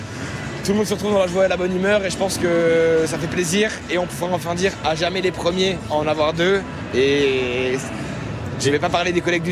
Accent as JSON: {"language": "French", "region": "Grand Est", "country": "France", "lives_now": "Paris, France", "said": "Écoutez, moi la première étoile, je l'ai vécue de là où je viens, de près du Luxembourg. Et là, je suis monté à Paris. Je suis sur Paris depuis quelques mois."}